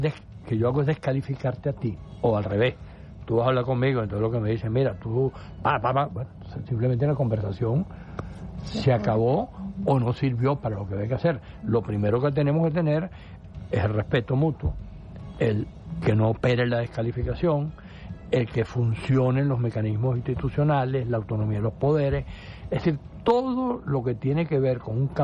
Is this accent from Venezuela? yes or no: yes; Venezuela; todos somos venezolanos